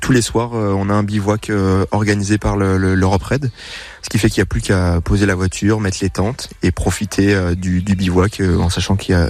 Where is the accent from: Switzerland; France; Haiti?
France; Centre-Val de Loire; D'Artagnan-sur-Indre.